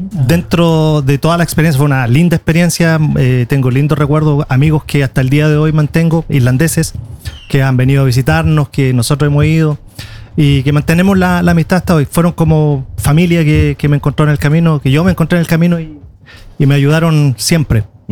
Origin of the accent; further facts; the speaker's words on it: Concepción, Biobío, Chile; moved away as an adult; also born or lived in Iceland; now in Oslo, Norway; soy de Chile, vengo de una ciudad que se llama Concepción y hace 25 años nos fuimos a vivir a Islandia.